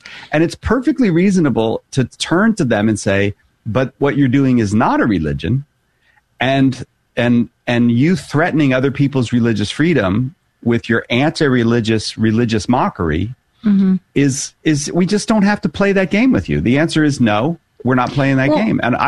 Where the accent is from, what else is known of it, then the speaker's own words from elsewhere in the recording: United States; as an American